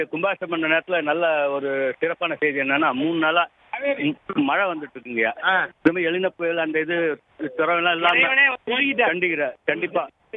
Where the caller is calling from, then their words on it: Dharmapuri, Tamil Nadu, India; ஐயா வணக்கம், நான் தர்மபுரில இருந்து வரேன்